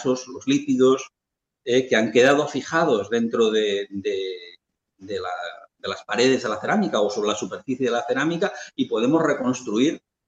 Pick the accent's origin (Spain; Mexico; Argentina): Spain; Lleida, Catalonia; una excavación cerca de Lleida, que es de donde yo soy.